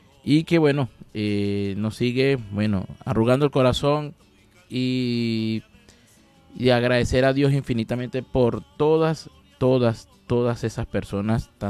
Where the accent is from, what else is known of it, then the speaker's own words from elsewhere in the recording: Venezuela; Y así somos todos los venezolanos